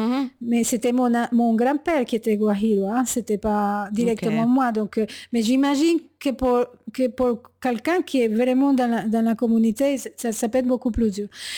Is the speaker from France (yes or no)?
no; Venezuela; C'est que je suis déjà née dans une tradition. Et je viens des Indiens guajiros, du Venezuela.